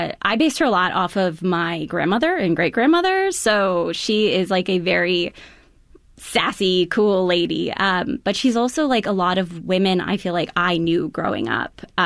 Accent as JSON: {"language": "English", "region": "Wisconsin", "country": "United States", "tie": "born or raised there", "said": "the natural aspect of it is very, very close to my hometown, which is beautiful. There are so many beautiful areas in Wisconsin and in central and northern Wisconsin that I kind of drew from."}